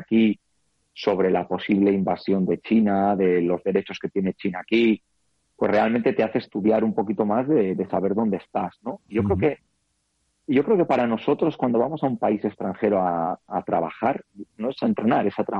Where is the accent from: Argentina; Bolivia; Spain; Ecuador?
Spain; Basque Country; moved away as an adult; now in Taiwan; nosotros, en Euskadi, la peculiaridad de nuestro territorio, con nuestra lengua, con una historia peculiar, ¿no? Nos da una identidad.